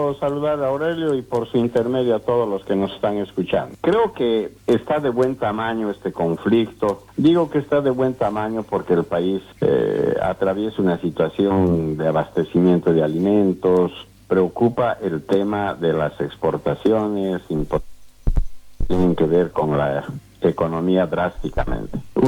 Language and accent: Spanish; Bolivia; nosotros como bolivianos y bolivianas